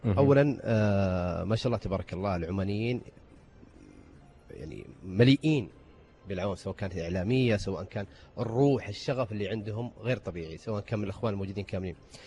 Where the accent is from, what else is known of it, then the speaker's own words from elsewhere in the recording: Saudi Arabia; أنت سعودي؟ قلت سعودي.